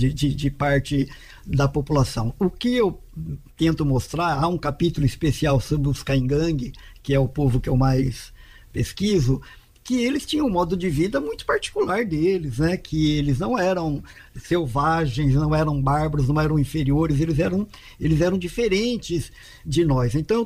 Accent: Bauru, São Paulo, Brazil; also born or lived in Lençóis Paulista; Eu morava em Lençóis Paulista na época, embora eu seja de Bauru, eu sou da Vila Falcão.

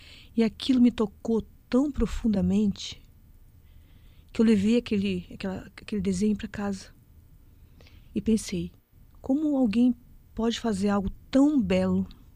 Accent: São Lourenço da Serra, São Paulo, Brazil; né, artista visual autodidata, sou do interior de São Paulo, São Lourenço da Serra.

